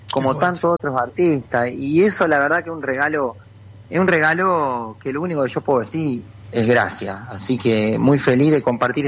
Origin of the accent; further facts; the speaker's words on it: Fuentes, Santa Fe, Argentina; mi viejo tuvieron un comercio muy grande acá en Fuentes, en mi pueblo